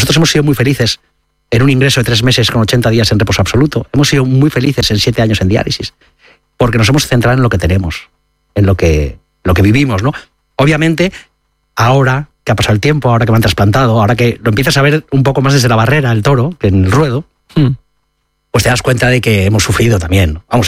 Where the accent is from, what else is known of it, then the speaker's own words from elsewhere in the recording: Madrid, Community of Madrid, Spain; Curiosamente, Sara es gallega, yo soy madrileño